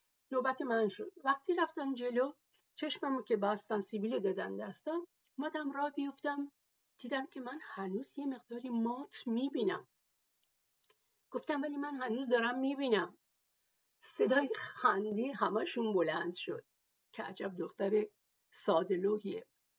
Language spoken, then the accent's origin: Persian; Tehran, Tehran Province, Iran; born there; اما هر دوشون بعد از فرزند دومشون به تهران آمدن و من که فرزند پنجم اونا هستم، متاسفانه زبان ترکی رو با لهجه فارسی حرف میزنم.